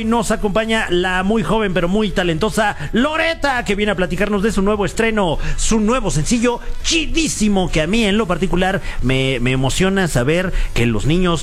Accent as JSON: {"language": "Spanish", "country": "Mexico", "said": "para nosotros como mexicanos"}